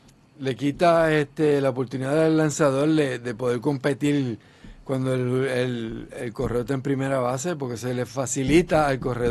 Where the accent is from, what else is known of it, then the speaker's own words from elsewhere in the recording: Puerto Rico; moved away; en Puerto Rico yo me crié con toda clase de seres humanos